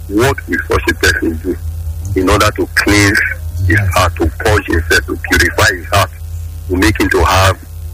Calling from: Benin City, Edo, Nigeria; And this is we … calling from Oluku Bypass.

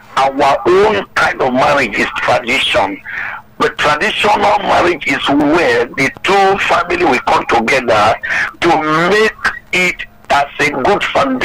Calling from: Badore, Lagos, Nigeria; I'm calling from Badore Power Site.

